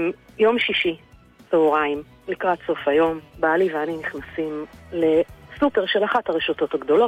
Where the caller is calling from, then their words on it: Haifa, Haifa District, Israel; אני מחיפה.